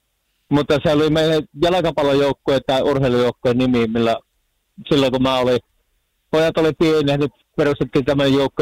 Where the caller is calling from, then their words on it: Raahe, North Ostrobothnia, Finland; No täällä soittelen Kelliskulle Pattijoelta.